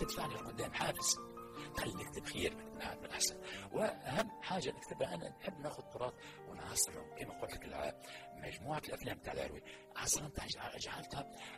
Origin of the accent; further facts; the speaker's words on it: Tunisia; احنا عندنا في تونس